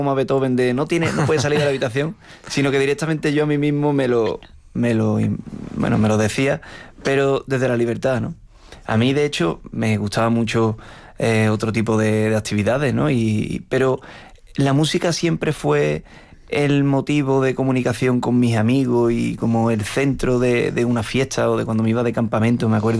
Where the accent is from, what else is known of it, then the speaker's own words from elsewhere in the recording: Utrera, Andalusia, Spain; Pues precisamente ese punto, ¿no? De partida, ese Utrera, ese salir de aquí